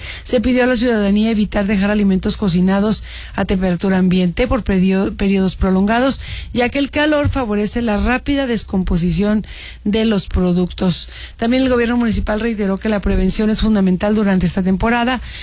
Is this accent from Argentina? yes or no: no; Mexico; Todos somos mexicanos